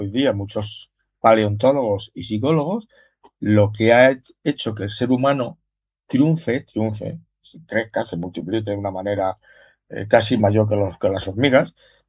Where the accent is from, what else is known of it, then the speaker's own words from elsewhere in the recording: Spain; Soy español, pero he empezado por ahí.